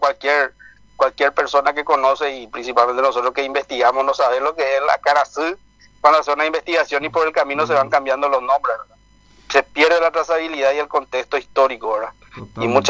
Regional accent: Paraguay; Nosotros como paraguayos

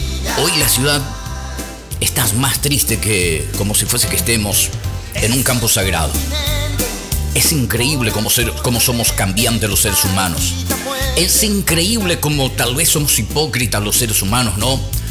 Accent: Paraguay; now in Alto Paraná, Paraguay; Porque acá vivo, acá resido, soy habitante acá del Alto Paraná. Y en lo personal, como buen paraguayo

